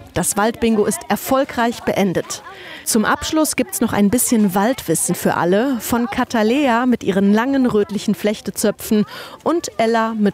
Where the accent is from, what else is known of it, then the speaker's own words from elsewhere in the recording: Erftstadt, North Rhine-Westphalia, Germany; moved away; ich komme ja ursprünglich aus Erftstadt.